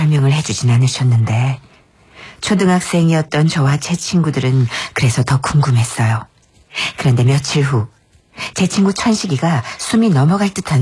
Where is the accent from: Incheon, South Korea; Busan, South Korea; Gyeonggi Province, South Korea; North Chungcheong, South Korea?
Busan, South Korea; 제가 어릴 적 살았던 부산엔 애기소라는 계곡이 있어요.